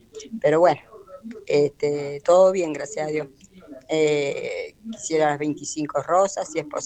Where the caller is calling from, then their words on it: Fray Luis Beltrán, Argentina; participo en los premios con el 809 y … de Fray Luis Beltrán.